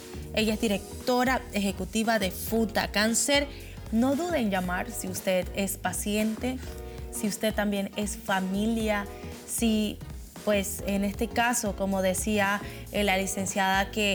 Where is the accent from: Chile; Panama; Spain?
Panama; de qué manera yo puedo aportar como panameño a la fundación que apoya a estas personas